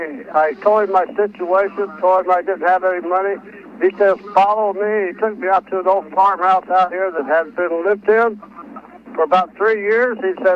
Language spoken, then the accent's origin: English; Idaho, United States; now in Oklahoma, United States; Listen, I moved here from Idaho. I told you once before, I think. But anyway, I didn't have any money. 1,800 miles down here to Oklahoma.